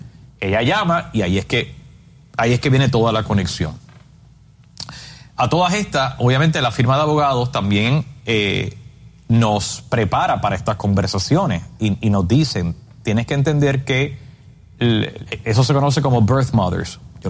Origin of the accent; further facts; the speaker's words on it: Puerto Rico; moved away; como los dos somos de Puerto Rico